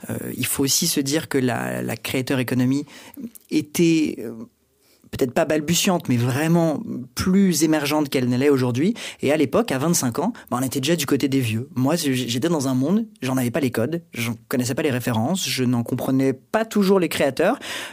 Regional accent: France; ce roman, je l'avais écrit, j'ai grandi en France, donc c'était dans un français entre guillemets de France

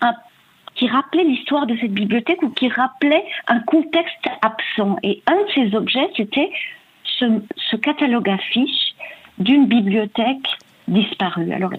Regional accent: Geneva, Switzerland; born there; moi, je suis née à Genève, dans une ville et dans un pays qui a été éminemment protégé, préservé par par les deux guerres affreuses du XXe siècle.

